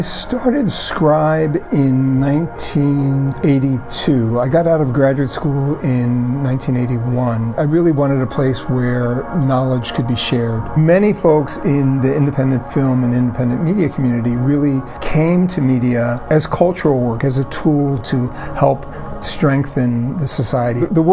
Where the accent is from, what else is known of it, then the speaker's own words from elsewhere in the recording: Philadelphia, Pennsylvania, United States; I was born in Philadelphia at Women's Medical College. I grew up in North Philadelphia at 16th and Jefferson Streets.